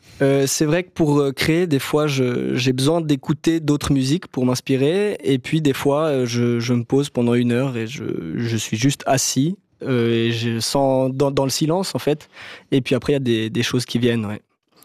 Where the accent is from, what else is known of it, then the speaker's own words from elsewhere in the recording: Crans-Montana, Valais, Switzerland; pour eux ça paraissait assez logique que je la fasse puisque je suis du Haut-Plateau et que j'avais déjà fait quelque chose avec Crans-Montana.